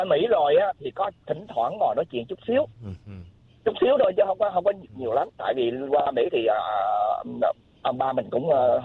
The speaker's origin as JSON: {"language": "Vietnamese", "town": "Nha Trang", "region": "Khanh Hoa", "country": "Vietnam", "tie": "born or raised there", "moved": "yes", "said": "tại quê mình ở Nha Trang mà."}